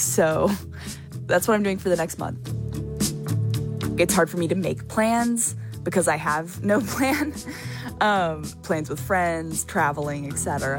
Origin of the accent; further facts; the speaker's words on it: Nashville, Tennessee, United States; born or raised there